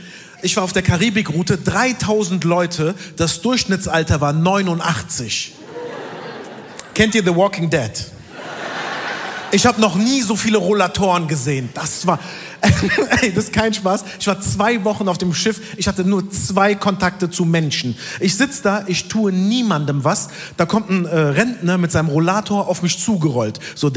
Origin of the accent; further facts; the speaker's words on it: Turkey; Ich sag so, nein, ich bin Türke.